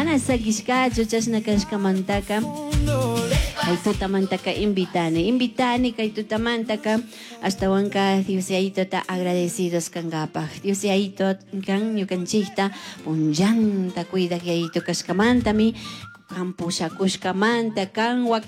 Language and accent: Spanish; Ecuador; Somos ecuatorianos, ecuatorianos de corazón